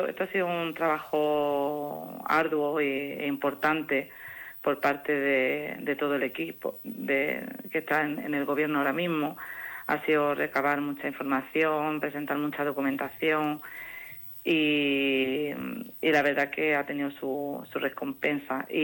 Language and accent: Spanish; Nigüelas, Andalusia, Spain; Sí, soy de Nigüelas.